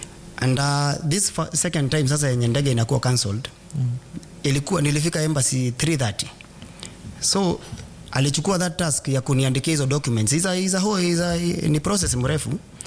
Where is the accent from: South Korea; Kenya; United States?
Kenya